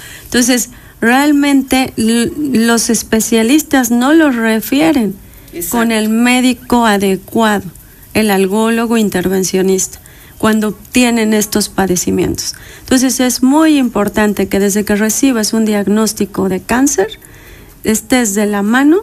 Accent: Puebla, Mexico; llegamos a la ciudad de Puebla, nosotros somos poblanos

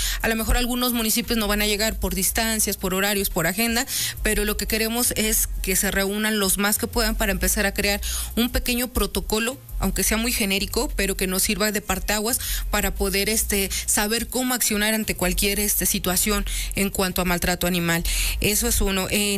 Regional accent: Zacapoaxtla, Puebla, Mexico; porque es donde yo soy de Zacapuaxtla

